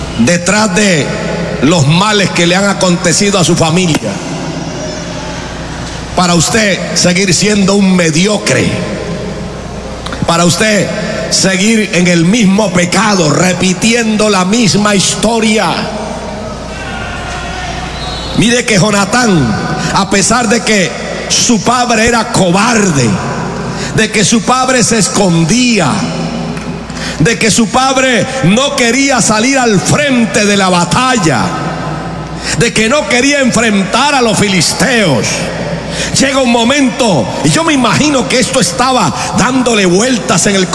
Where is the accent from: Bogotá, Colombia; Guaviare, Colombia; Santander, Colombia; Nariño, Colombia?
Santander, Colombia; Barrancabermeja; las cantinas de Barranca Bermeja, de donde somos oriundo.